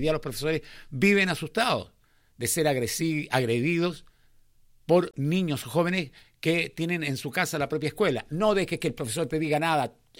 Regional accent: Chile; todos somos chilenos, bueno, sí, la mayoría somos todos chilenos

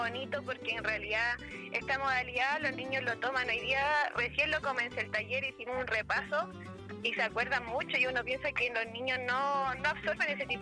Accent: Chile; Y nosotros como chilenos, que tenemos nuestro caballo chileno, que tenemos una identidad propia tremenda

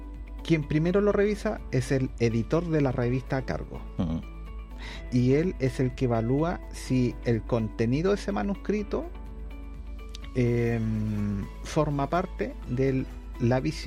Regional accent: Chile; Generalmente, por ejemplo, si yo vengo de Chile, ¿no es cierto?, el otro par revisor lo más probable que sea de Asia.

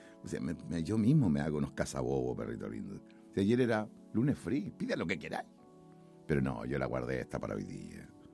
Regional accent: Chile; Nosotros somos chilenos de Chile.

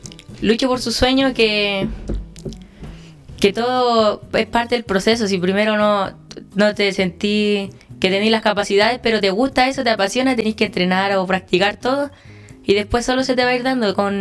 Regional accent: San Bernardo, Santiago Metropolitan Region, Chile; yo fui nacido y criado acá en San Bernardo, mis papás, mi mamá, mi hermana, entonces casi todo mi núcleo familiar ha sido criado acá.

